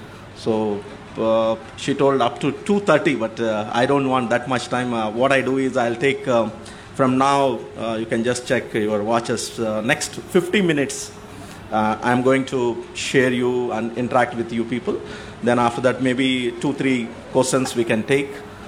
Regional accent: Bangalore, Karnataka, India; Otherwise, I am from Bangalore. I live in Bangalore.

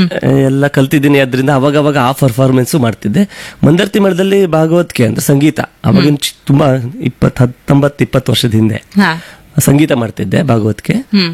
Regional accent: Udupi district, Karnataka, India; ಅವನು ಮತ್ತೆ ನಾನು 2 ಉಡುಪಿ ಜಿಲ್ಲೆ ಸೆಲೆಕ್ಟ್ ಆಗಿದ್ವಿ.

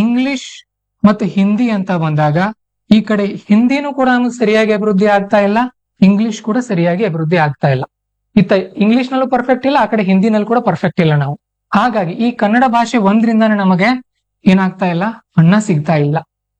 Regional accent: Karnataka, India; first language Kannada; ನಾವು ಕನ್ನಡಿಗರು ಅಲ್ವಾ, ನಾವು ಕನ್ನಡಿಗರಿದ್ದೀವಿ, ಕನ್ನಡ ಒಂದೇ ಸಾಕಲ್ವಾ ನಮಗೆ?

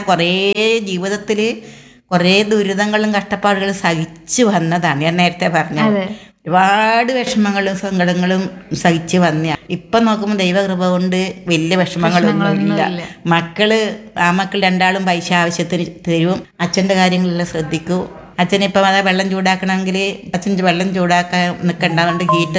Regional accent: Pandalam, Kerala, India; now in Kannur, India; എന്റെ സ്വന്തം നാട് പന്തള വന്ന. നമ്മൾ പത്തനംതിട്ട ജില്ലക്കാരാ.

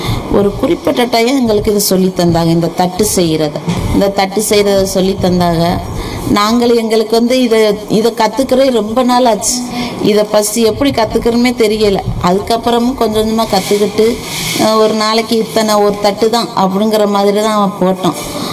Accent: Tamil Nadu, India; born or raised there

